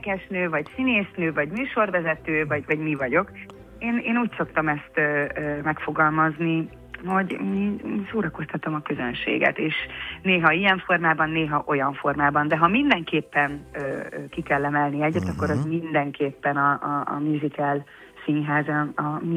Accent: Debrecen, Hajdú-Bihar, Hungary; Debrecenben, a szülővárosomban

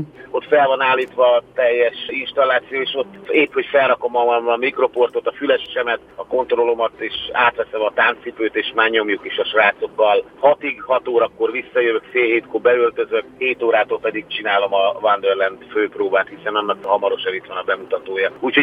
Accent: Nyíregyháza, Szabolcs-Szatmár-Bereg, Hungary; aminek lesz Nyíregyházán is, hogyha ott jársz éppen a szülővárosunkban, akkor gyere, szeretettel várunk.

